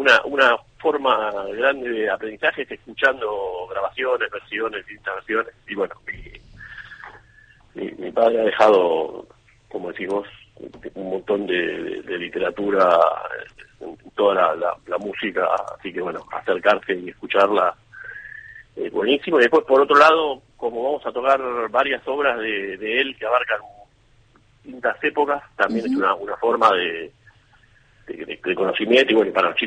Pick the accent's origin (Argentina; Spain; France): Argentina; Buenos Aires; born there; yo soy el primero de mis hermanos que nació en Buenos Aires.